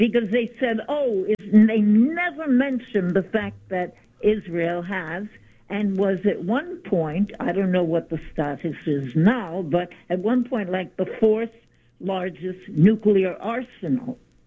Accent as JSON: {"language": "English", "country": "Cuba", "moved": "yes", "lives_now": "United States", "said": "I've been listening to the station since I came from Cuba. That was about 5 decades ago."}